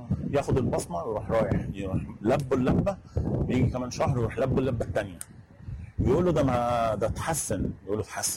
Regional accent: Egypt; احنا مصريين

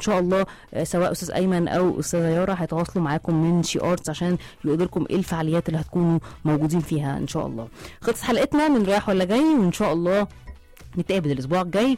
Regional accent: Egypt; عن تاريخنا وإرثنا كمصريين.

